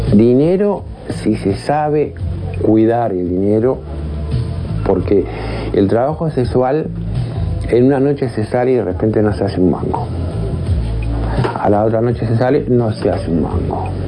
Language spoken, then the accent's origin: Spanish; Montevideo, Uruguay; Yo soy nativa del Barrio Sur, yo nací en el Barrio Sur, nací en el Conventillo del Medio Mundo, y mi zona era el Barrio Sur, la Aduana y de ahí Boulevard.